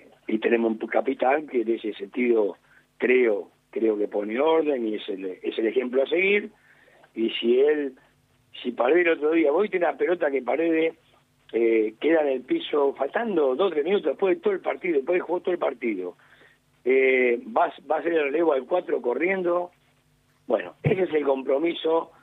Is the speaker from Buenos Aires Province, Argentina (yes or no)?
yes; Saavedra, Buenos Aires Province, Argentina; Yo soy acá de Saavedra, así que acá en el barrio está contento